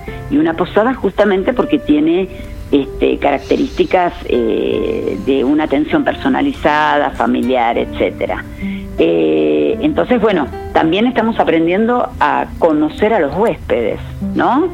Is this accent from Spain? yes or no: no; Buenos Aires, Argentina; moved away as an adult; now in Cachi, Argentina; siempre te sale alguna cosita de la porteñitud